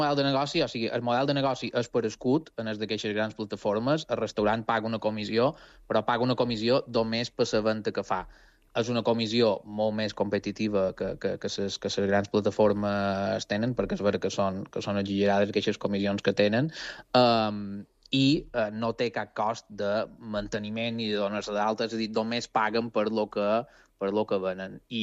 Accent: Campos, Balearic Islands, Spain; nosaltres som de Campos.

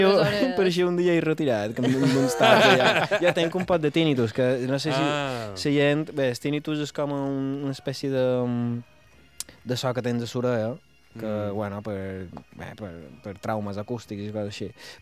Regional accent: Santa Eugènia, Balearic Islands, Spain

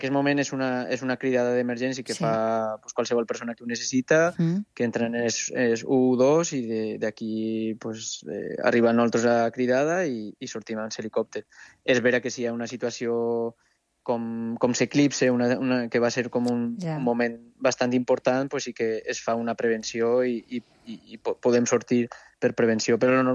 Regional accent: Jaca, Aragon, Spain

